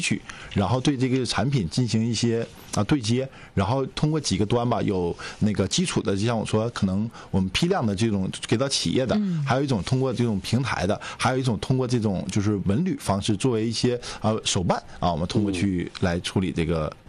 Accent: Baishan, Jilin, China; 我的家乡吉林省白山市

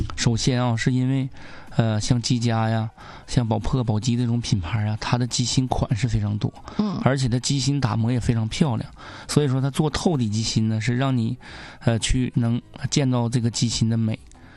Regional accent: Northeast China, China; 用我们东北话说

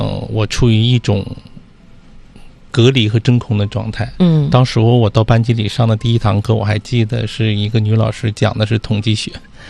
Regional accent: Russia; Chinese is a second language; 完了之后我们俄罗斯人说呢，我们可能听的时候也有比较这个不理解

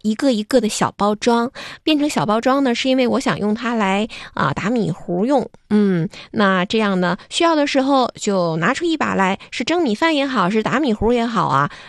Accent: Northeast China, China; 能承包咱们东北人啊金黄灿烂的365天

